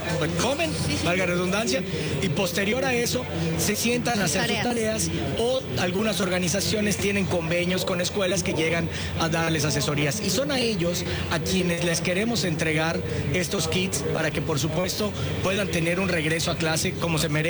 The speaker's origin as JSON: {"language": "Spanish", "town": "Mérida", "region": "Yucatán", "country": "Mexico", "tie": "born there", "said": "saber de quienes somos yucatecos y meridanos de nacimiento."}